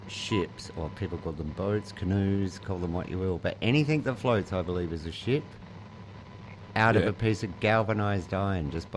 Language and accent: English; Adelaide, South Australia, Australia; See, I'm from Adelaide, so ours were called direct drinks